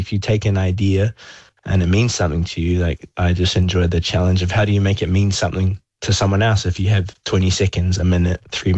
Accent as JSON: {"language": "English", "region": "Northland", "country": "New Zealand", "tie": "born or raised there", "said": "I'm from the middle of nowhere. I'm from Te Tai Tokira. I grew up on the coast in the middle of nowhere, and there's no jobs there. So I never thought I'd get to come home."}